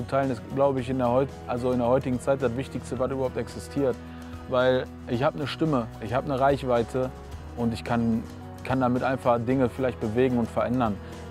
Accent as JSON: {"language": "German", "region": "North Rhine-Westphalia", "country": "Germany", "tie": "born or raised there", "said": "Aufgewachsen in Mörserfeld"}